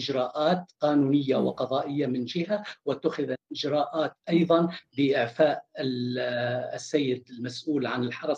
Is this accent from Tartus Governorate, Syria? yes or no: no; Suwayda, As-Suwayda Governorate, Syria; نعم أختي الكريمة، أنا ابن السويداء على تواصل اجتماعي مع كل الأخبار